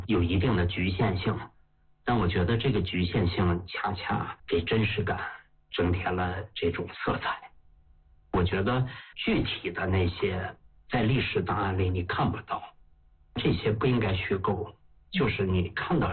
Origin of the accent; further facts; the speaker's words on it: Heilongjiang, China; 因为我本身是黑龙江人嘛，小时候文牧多，我对那块土地特别熟悉嘛。